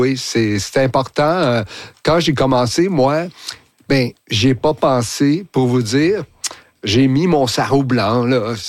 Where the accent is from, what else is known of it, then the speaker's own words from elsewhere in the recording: Sainte-Adèle, Quebec, Canada; moi, je suis de Sainte-Adèle